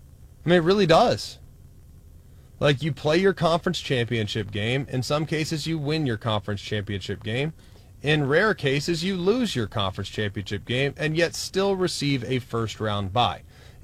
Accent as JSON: {"language": "English", "region": "Texas", "country": "United States", "said": "I'm from Texas."}